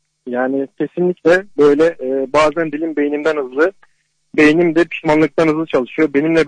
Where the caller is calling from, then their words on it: Yalova, Turkey; ben Yalova'dan.